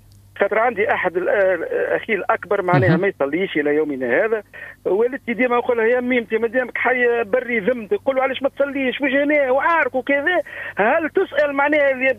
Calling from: Tunisia

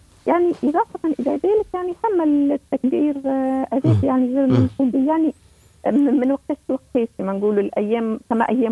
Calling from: El Kef, Kef Governorate, Tunisia

